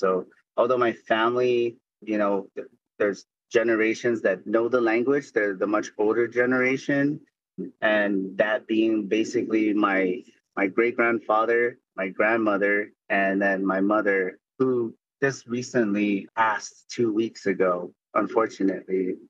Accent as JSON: {"language": "English", "country": "Guam", "tie": "born or raised there", "said": "So I am of Chamorro descent, like many of us on island, from the island of Guam, born and raised on Guam."}